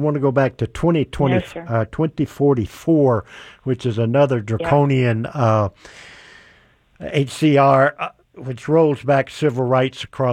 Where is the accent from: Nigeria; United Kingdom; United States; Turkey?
United States; Deep South; I grew up in the Deep South